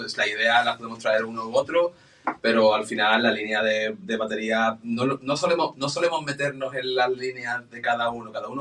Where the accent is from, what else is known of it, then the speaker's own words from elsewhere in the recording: Seville, Andalusia, Spain; yo soy sevillano. En realidad, el único sevillano que hay soy yo.